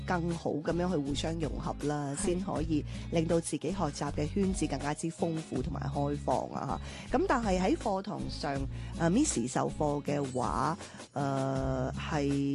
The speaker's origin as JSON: {"language": "Cantonese", "region": "Henan", "country": "China", "second_language": "Cantonese", "said": "确实你话相对话我河南人啦，或者系其他地方学咧"}